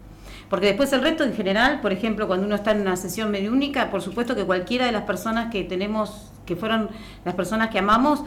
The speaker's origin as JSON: {"language": "Spanish", "town": "La Plata", "region": "Buenos Aires Province", "country": "Argentina", "said": "yo soy de acá de La Plata, chico."}